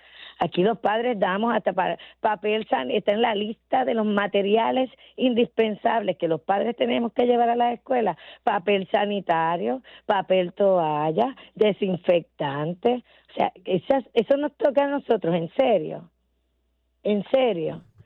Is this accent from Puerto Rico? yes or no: yes; Puerto Rico